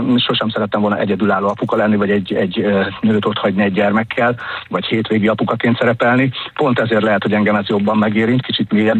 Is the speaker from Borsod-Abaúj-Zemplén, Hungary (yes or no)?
yes; Borsod-Abaúj-Zemplén, Hungary; ugye én Borsod megyébe születtem, Kiszakarádon nevelkedtem